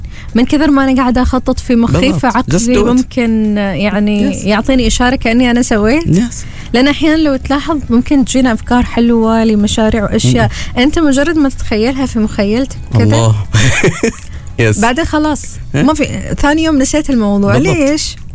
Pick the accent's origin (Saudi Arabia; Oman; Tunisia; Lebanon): Oman; هنا خاصة عندنا في سلطنة عمان